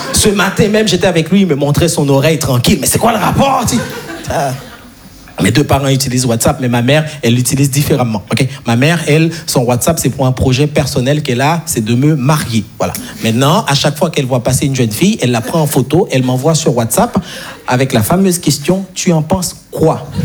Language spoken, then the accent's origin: French; Haiti; Moi, je suis très frileux, je ne vais pas vous mentir, parce que je suis né et grandi en Haïti, et en Haïti, on n'a pas les 4 saisons